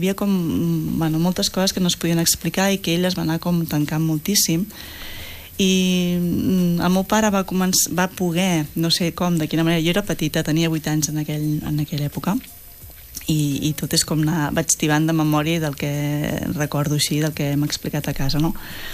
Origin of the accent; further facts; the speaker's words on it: Sabadell, Catalonia, Spain; nosaltres som de Sabadell